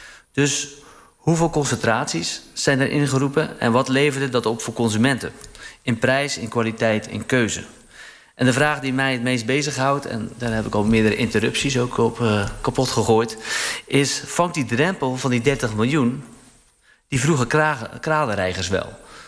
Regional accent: Netherlands

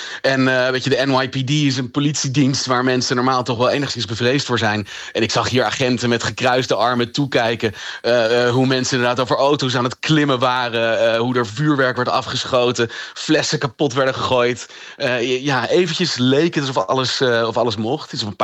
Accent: Netherlands; moved away as an adult; now in New York, United States; Ik zei zo snel mogelijk, ik kom uit Nederland, omdat het ijs makkelijker brak dan als ik zei waar ik eigenlijk woonde op dit moment.

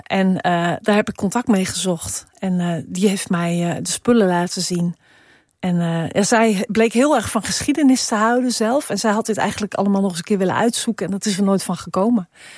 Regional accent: Suriname; ik kom uit Suriname

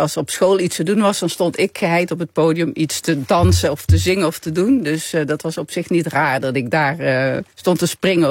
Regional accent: Limburg, Netherlands; Ik zag de Keverbergen, dat is waar ik opgegroeid ben. Zo heette die hoeve. Ik zag Simpelveld en ik zag Texel.

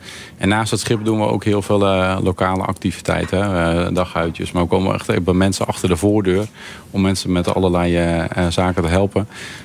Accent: Friesland, Netherlands; Maar ik ben een Fries jongetje en ik woonde aan het water.

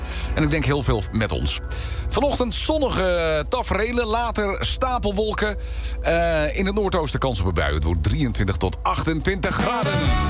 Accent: Friesland, Netherlands; We hebben bij ons in Friesland begint dit weekend het Scootjesielen.

